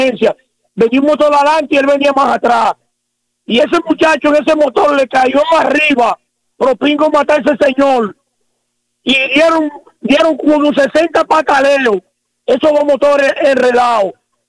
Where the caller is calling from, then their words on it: Dominican Republic; todo lo que nos va a perjudicar a nosotros como dominicanos